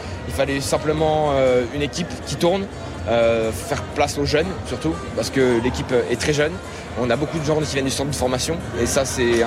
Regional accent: Grand Est, France; now in Paris, France; Écoutez, moi la première étoile, je l'ai vécue de là où je viens, de près du Luxembourg. Et là, je suis monté à Paris. Je suis sur Paris depuis quelques mois.

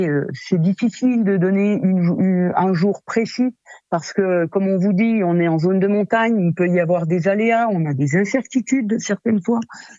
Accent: Pralognan-la-Vanoise, Auvergne-Rhône-Alpes, France; je suis née à Pralognan

